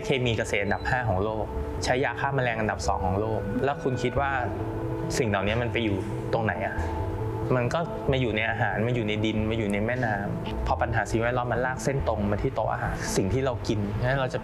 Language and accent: Thai; Bangkok, Thailand; moved away as an adult; now in Chiang Mai, Thailand; เป็นคนที่เกิดและเติบโตที่กรุงเทพหนีน้ำท่วมปี54มาอยู่ที่นี่3สัปดาห์แล้วก็กลับไป